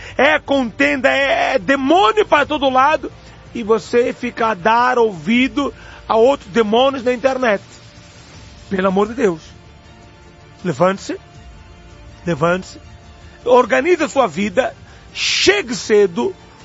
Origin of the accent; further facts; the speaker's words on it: Mozambique; moved away as an adult; now in Brazil; 2006, eu decidi que vinha estudar ao Brasil. Saí da minha terra e disse, ó, vou terminar ou vou fazer a faculdade no Brasil. Eu já estava a estudar em Moçambique e fazer direito.